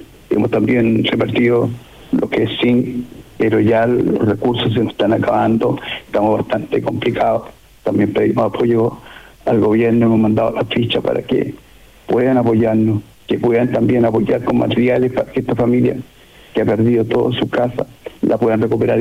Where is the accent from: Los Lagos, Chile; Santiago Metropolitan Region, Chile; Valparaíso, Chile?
Valparaíso, Chile; La Ligua; yo soy nacido y criado acá en La Ligua, soy liguano, liguano, porque acá nos diferenciamos cuando uno nace en La Ligua, liguano, y cuando llega a vivir en La Ligua, ligüense. Pero yo soy liguano de corazón